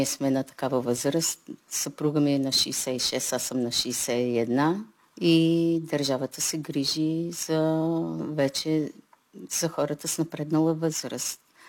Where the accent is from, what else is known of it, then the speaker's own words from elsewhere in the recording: Blagoevgrad, Blagoevgrad Province, Bulgaria; moved away as an adult; now in England, United Kingdom; От Благоевград сме и двамата. Заминахме 2002 в Англия. Хареса ни. Трябваше да се приберем по лични причини и след това пак се върнахме.